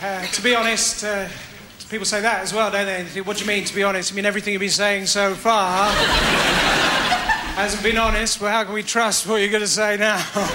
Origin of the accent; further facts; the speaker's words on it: England, United Kingdom; I've got a bit of Scottish blood myself, on a kitchen knife. I enjoy playing Scottish music on my iPod. I'm very English, really.